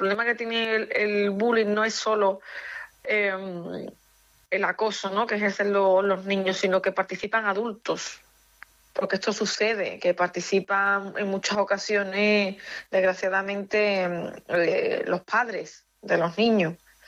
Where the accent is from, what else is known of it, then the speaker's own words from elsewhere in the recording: Seville, Andalusia, Spain; al final todo el mundo me habla en castellano y yo pues se me nota que soy de aquí, de Sevilla.